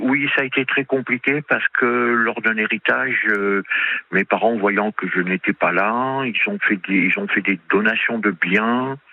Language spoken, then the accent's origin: French; Réunion, France; born there; moved away as an adult; also born or lived in Metropolitan France; now in Antony, France; J'ai grandi à La Réunion, mmh. Je suis métropolitain.